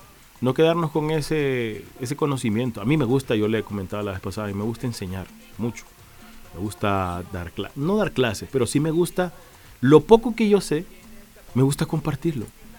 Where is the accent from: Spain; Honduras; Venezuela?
Honduras; Tegucigalpa, Francisco Morazán; also born or lived in Juticalpa, Olancho, Honduras; yo mis tres primeros años estuve en Olancho, en Juticalpa. Luego el resto de mi vida lo vivimos acá, en varias colonias, la Torocagua, la Miraflores, varios sitios, hasta la casa que tenemos en la actualidad.